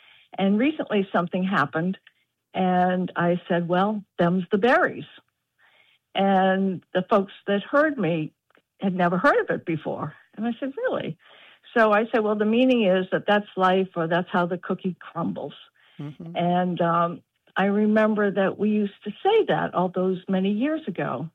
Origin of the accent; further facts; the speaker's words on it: Arlington, Massachusetts, United States; also born or lived in New York City; So I grew up in Boston, or a town outside of Boston, Arlington, and in the early 80s, I moved to New York City, and then fast forward 38 years later, I moved back here because of COVID.